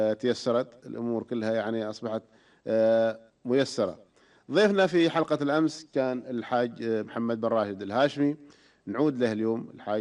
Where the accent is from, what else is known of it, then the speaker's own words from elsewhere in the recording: Oman; في بلادنا عمان